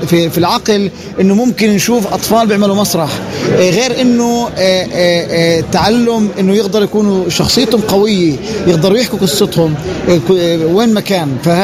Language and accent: Arabic; Palestine; بما أنه واقعنا كفلسطينيين